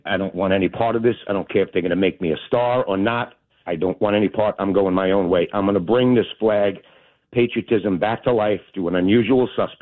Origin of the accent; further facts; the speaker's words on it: Staten Island, New York, United States; Dude, I'm from Staten Island.